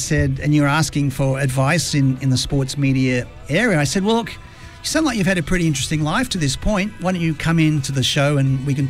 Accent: Sydney, New South Wales, Australia; when I was 15 years of age, I saw that the local rugby league team where I grew up in Sydney

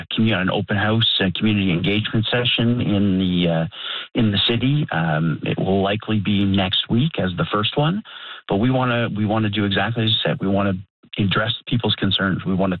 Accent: New Brunswick, Canada; I grew up in Brunswick. This is my friends and family live here.

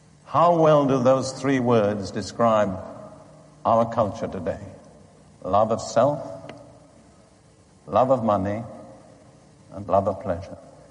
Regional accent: United Kingdom; I grew up in Britain between the two world wars.

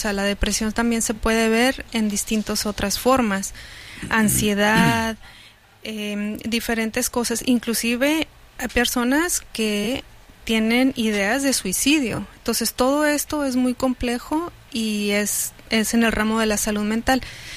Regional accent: Mexico

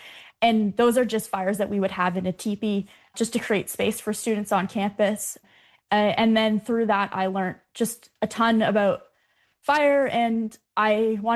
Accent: Ontario, Canada; I grew up on Georgian Bay, and I've always been connected to land.

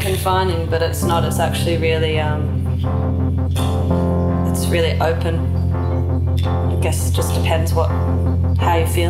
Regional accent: Sydney, New South Wales, Australia; born there; moved away as an adult; also born or lived in Melbourne; I was born in Royal North Shore Hospital in Sydney.

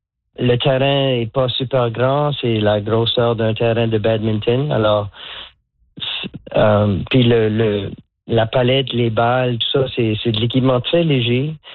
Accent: Moncton, New Brunswick, Canada; first language French; moved away as an adult; now in Nova Scotia, Canada; je suis originaire de Moncton, puis j'ai travaillé presque exclusivement en anglais depuis que je suis en Nouvelle-Écosse. Ça fait presque 40 ans. Alors, moi, ma vie, ça se passe en français. On ne parle qu'en français à la maison.

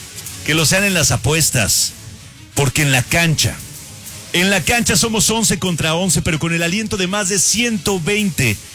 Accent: Mexico; Somos lo máximo mexicanos.

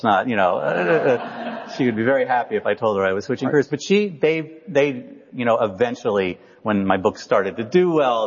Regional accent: Princeton, New Jersey, United States; born there; I was born in Princeton, New Jersey.

